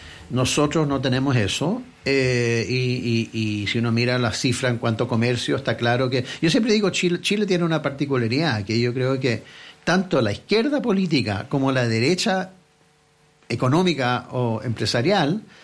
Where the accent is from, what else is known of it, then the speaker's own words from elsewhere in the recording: Canada; como canadiense lo digo, llevamos 200 años viviendo al lado de este.